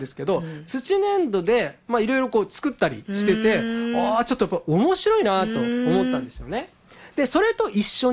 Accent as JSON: {"language": "Japanese", "town": "Yame", "region": "Fukuoka", "country": "Japan", "tie": "born or raised there", "said": "これが八女に、で僕はそこで育ったんですよ。そこがいつも公園墳なので、そこって野原みたいになってるんですよね。そこが僕小学校のいつもの遠足の場所だったんですよ。"}